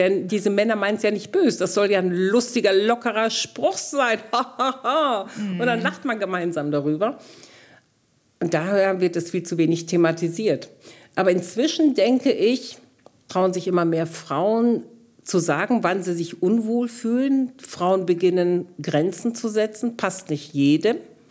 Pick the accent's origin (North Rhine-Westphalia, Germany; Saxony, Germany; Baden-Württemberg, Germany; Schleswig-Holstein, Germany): North Rhine-Westphalia, Germany; now in Black Forest, Germany; Als migrantische Frau mit doppeltem Migrationshintergrund, sage ich immer, ich bin ja Ostwestfälin und offensichtlich auch keine Schwarzwälderin, sondern ich habe türkische Wurzeln